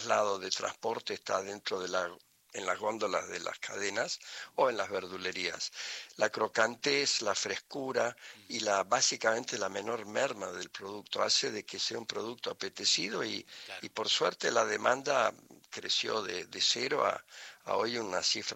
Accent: Argentina; born there; No, yo nací aquí.

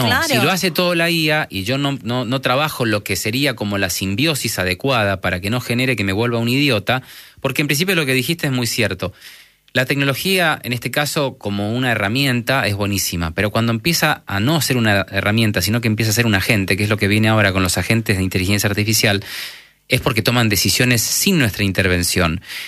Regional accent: Argentina; accent: Argentine; pero sí afuera se dan cuenta que soy argentino porque tengo algo de acento, ¿no? Pero no es muy marcado.

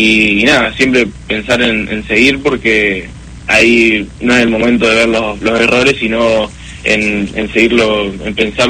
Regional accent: Santa Rosa, La Pampa, Argentina; moved away as an adult; now in Buenos Aires, Argentina; yo ahora actualmente estoy viviendo en Buenos Aires. Uh-huh. Nada, toda la preparación de cuando era más chico sí la estaba haciendo ahí en Santa Rosa, en mi hoyo

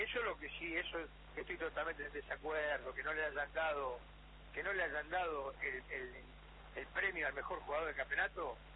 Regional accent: Argentina; Pero bueno, yo como argentino estoy agradecido

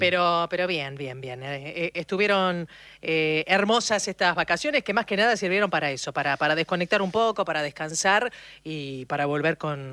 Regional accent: La Plata, Buenos Aires Province, Argentina

